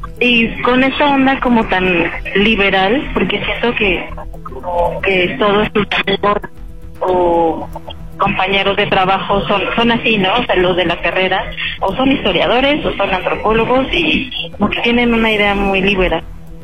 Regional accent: Mexico City, Mexico; 38 años y de la alcaldía Benito Juárez.

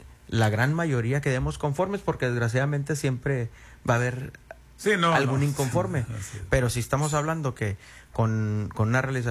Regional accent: Mazatlán, Sinaloa, Mexico; Nosotros pues, somos de allá de Mazatlán, y la realidad es una verdadera tristeza.

